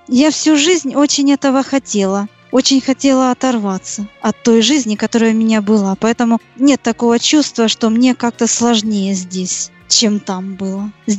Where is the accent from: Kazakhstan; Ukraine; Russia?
Ukraine; Sievierodonetsk, Luhansk Oblast; also born or lived in Rubizhne; Город Рубежный – мой родной город, я в нем родилась. Но так сложилась ситуация, что, я уже говорила, бабушка с дедушкой забрали меня в очень маленьком возрасте в Северодонецк.